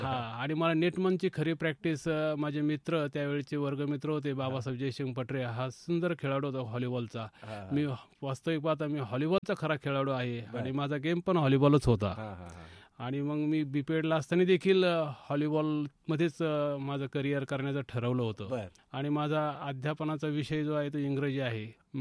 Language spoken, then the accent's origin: Marathi; Pimpalgaon Malvi, Maharashtra, India; मी ग्रामीण भागातलाच एक खेळाडू आहे. माझं गावाचं नाव आहे पिंपळगाव माळवी, जवळच आहे डोंगरगण रोडला. माझं बालपण जे आहे ते माझ्या गावामध्येच गेलं.